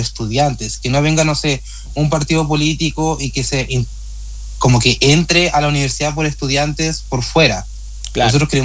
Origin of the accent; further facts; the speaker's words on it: Puerto Aysén, Aysén, Chile; yo soy de Puerto Aysén, yo tengo que viajar todos los días a Coyhaique